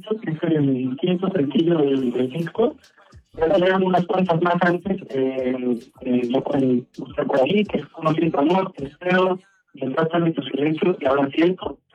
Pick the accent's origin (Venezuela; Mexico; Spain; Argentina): Mexico; Mexico City; Soy originario de la Ciudad de México, 35 años, Tauro